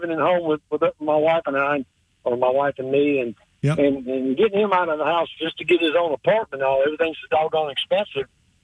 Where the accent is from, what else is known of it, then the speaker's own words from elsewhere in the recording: North Carolina, United States; born there; probably like Tom Tillis from my home state.